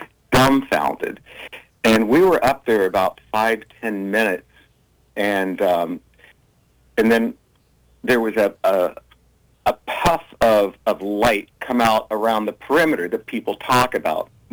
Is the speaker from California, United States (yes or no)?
no; New York, United States; But as a New Yorker, you don't look up. You know, you're not a tourist.